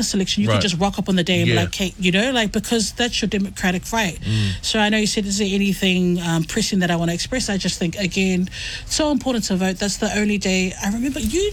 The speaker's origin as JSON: {"language": "English", "town": "South Auckland", "region": "Auckland", "country": "New Zealand", "said": "Like, I love South Auckland. I'm from South Auckland myself, Otero."}